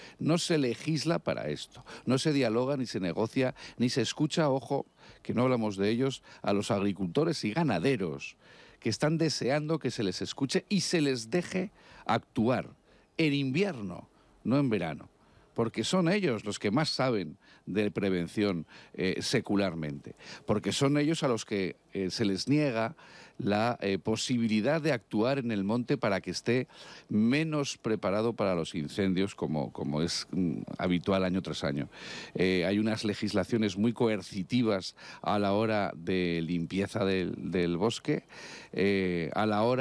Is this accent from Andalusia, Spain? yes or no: no; Huesca, Aragon, Spain; en mi tierra, en Huesca